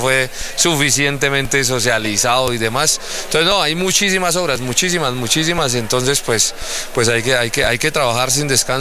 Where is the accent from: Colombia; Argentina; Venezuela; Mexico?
Colombia; Cogua, Cundinamarca; desde que empecé a representar a mi municipio en eventos deportivos, siempre he sentido el amor por mi terruño, así me lo inculcó mi papá especialmente, bueno, el sentido de pertenencia, y bueno, me siento feliz, feliz de ser coguano